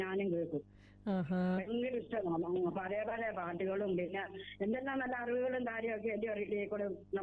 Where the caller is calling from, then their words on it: Kadampanad, Kerala, India; ഞാൻ പത്തനംതിട്ട കടമ്പനത്തിൽ നിന്ന് വിളിക്കുന്നു.